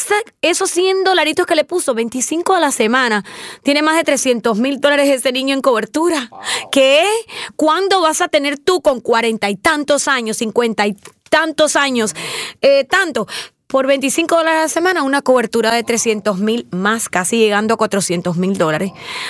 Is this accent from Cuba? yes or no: yes; Cuba; Una vez más, soy una cubana de corazón internacional, pero estos traumas de niña jamás se me olvidarán.